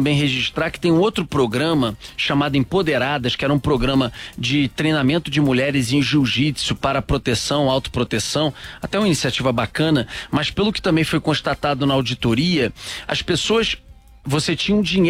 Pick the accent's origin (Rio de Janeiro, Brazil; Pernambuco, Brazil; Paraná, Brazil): Rio de Janeiro, Brazil; dá vergonha como carioca, como fluminense